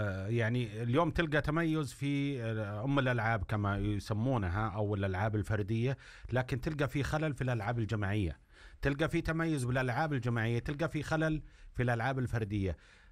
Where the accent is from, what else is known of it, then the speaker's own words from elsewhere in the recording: Saudi Arabia; كلنا كسعوديين